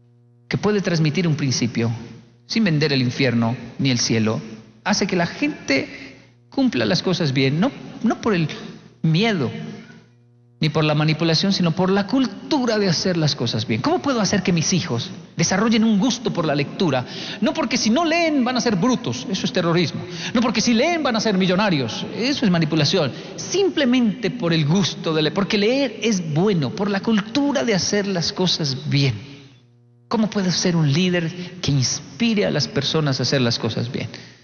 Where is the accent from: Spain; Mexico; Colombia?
Colombia; also born or lived in Japan; Y de ahí que yo odiaba las historias de los japoneses, porque soy colombiano